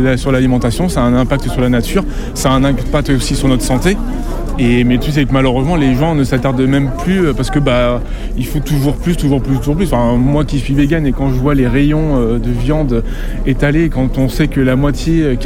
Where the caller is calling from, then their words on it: Coulounieix-Chamiers, Nouvelle-Aquitaine, France; J'habite à Coulonnay-Chamiers